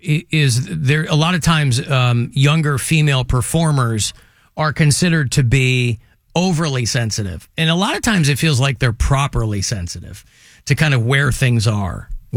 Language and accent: English; Chicago, Illinois, United States; I'm from Chicago.